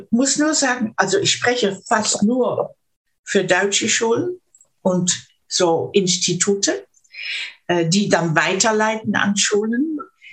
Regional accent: Netherlands; German is a second language; ich bin ja Niederländerin, ne, nicht, ab und zu ist es nicht so einfach, um mich auf Deutsch richtig auszudrücken.

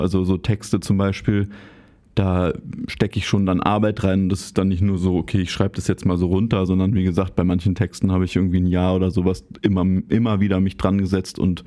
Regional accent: Berlin, Germany; ich bin ja da so im Tiergarten aufgewachsen

